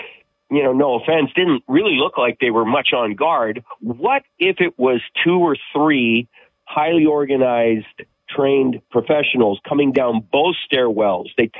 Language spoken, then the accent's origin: English; North Carolina, United States; I was a little nervous when the results came in from my home state of North Carolina